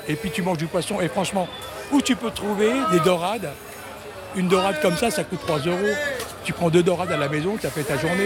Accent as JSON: {"language": "French", "country": "Algeria", "said": "Je suis là, je suis le meilleur, seulement je suis un Algérien."}